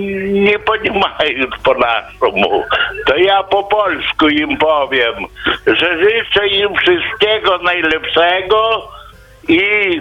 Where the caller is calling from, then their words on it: Hajnówka, Podlaskie Voivodeship, Poland; Polish is a second language; oni z Norwegii do mnie przyjechali do Hajnówki.